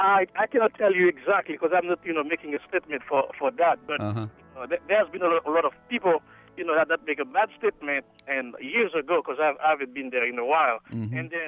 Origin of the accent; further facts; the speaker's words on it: Haiti; now in United States; I'm from Haiti.